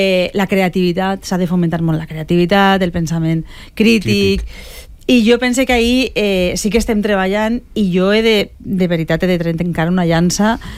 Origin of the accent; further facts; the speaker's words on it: Sagunto, Valencian Community, Spain; Jo de veritat soc de Sagunt i crec que des de la meva joventut ara el que més ha crescut són els centres comercials.